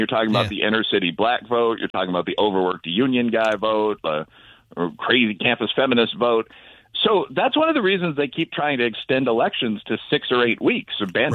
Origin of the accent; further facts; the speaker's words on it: Chicago, Illinois, United States; as a Chicagoan, I'm required to hate it.